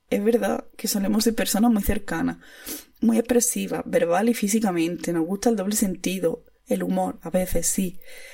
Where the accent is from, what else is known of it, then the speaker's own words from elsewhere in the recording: Andalusia, Spain; entonces una explicación de cómo se vive en Andalucía siendo tú andaluza es frustrante, la verdad.